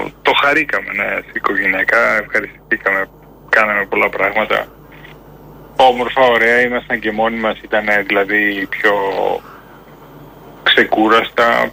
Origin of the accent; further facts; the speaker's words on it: Greece; γιατί είναι μακριά, είναι καμιά ώρα από το χωριό μου.